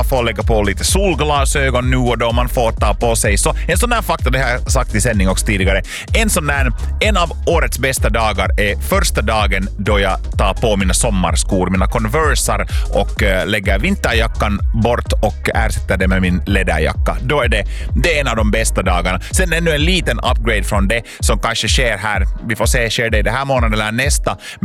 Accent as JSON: {"language": "Swedish", "country": "Finland", "tie": "born or raised there", "said": "Kouvola är en stad, många tycker att det är lite dyster stad, men att det är en stad som är närmast min hemby, eller det är ju Lovisa och Borga också nära, men att vi var alltid i Kouvola och liksom julhandla"}